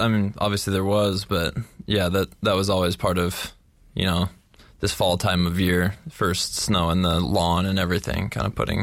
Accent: Madison, Wisconsin, United States; born there; I was born in Wisconsin.

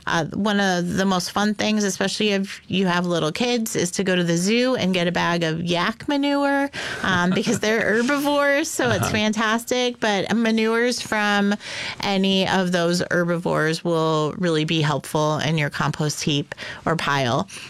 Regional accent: Connecticut, United States; now in Alaska, United States; I grew up in Connecticut

